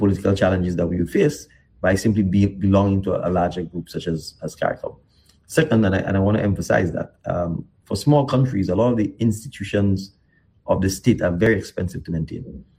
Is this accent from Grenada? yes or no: yes; Grenada; moved away as an adult; also born or lived in Barbados / Trinidad and Tobago; I was born in Grenada, primary and secondary school, educated in Grenada, but I got the opportunity to be educated at the University of the West Indies, which is a melting pot of Caribbean education in Barbados and then in Trinidad and Tobago.